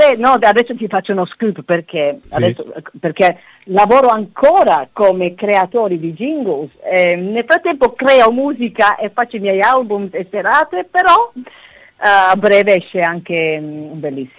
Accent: Melbourne, Victoria, Australia; now in Italy; io sono di Melbourne, e quindi la mia terra mi chiama e mi chiama spesso

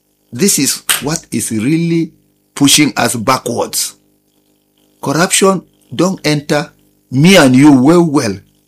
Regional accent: Nigeria; What are we supposed to do as Nigerian citizens to curtail the menace of all these things? I'll give you a number. Just send your contributions. Tell us what we expect to do as Nigerians. Because Nigeria na our country. We no get another country where we feel go apart from Nigeria.

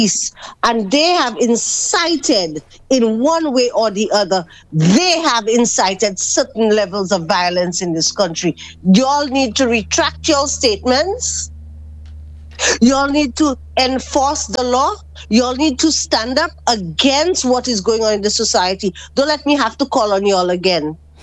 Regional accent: St. Lucia

